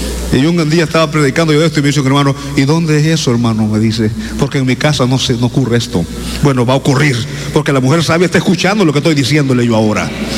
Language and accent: Spanish; Nicaragua